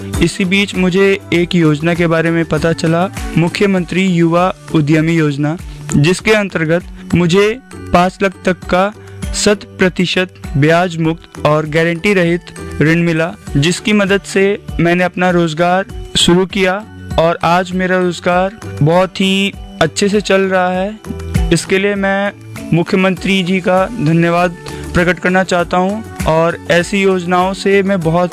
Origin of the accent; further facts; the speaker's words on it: Mathura, Uttar Pradesh, India; मैं मथुरा का रहने वाला हूँ।